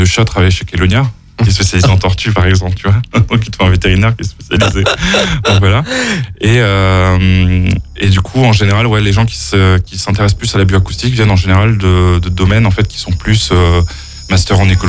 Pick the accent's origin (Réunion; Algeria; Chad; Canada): Réunion; moved away as an adult; also born or lived in Paris; moi, je suis un Réunionnais. Je suis parti à l'âge